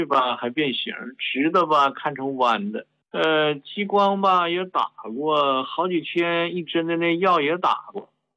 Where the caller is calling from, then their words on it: Jilin, China; 这个我这头是吉林的